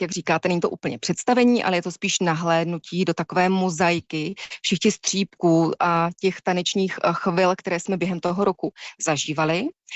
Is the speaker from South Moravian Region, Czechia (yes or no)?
no; Žďár nad Sázavou, Vysočina Region, Czechia; now in Prague, Czechia; žiji v Praze, ale zároveň jsem rodačka ze Žďáru nad Sázavou